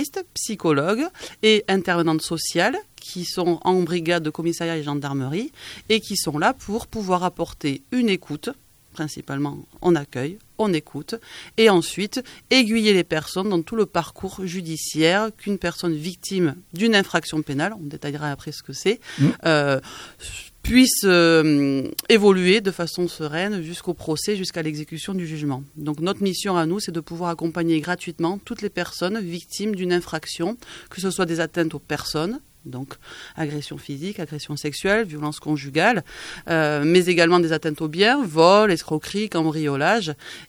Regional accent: Pau, Nouvelle-Aquitaine, France; moved away as an adult; also born or lived in Paris; Je suis originaire de Pau, même.

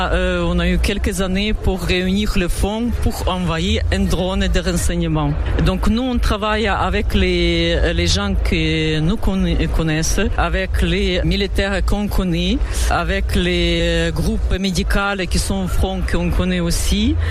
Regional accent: Lviv Oblast, Ukraine; French is a second language; moved away as an adult; now in France; je suis depuis déjà 30 ans en France et je viens des côtés de Lviv. C'est à 80 km de la frontière polonaise, donc on est à l'ouest d'Ukraine.

